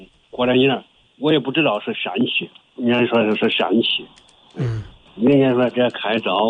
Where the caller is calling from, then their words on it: Henan, China; 我是河南的朋友